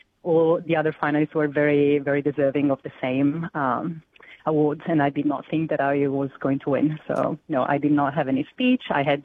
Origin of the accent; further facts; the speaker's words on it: Italy; moved away as an adult; now in Australia; I'm already a midwife in my country. I come from Italy.